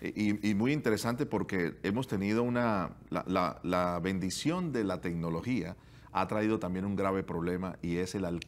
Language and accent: Spanish; Colombia; En Colombia, soy de Colombia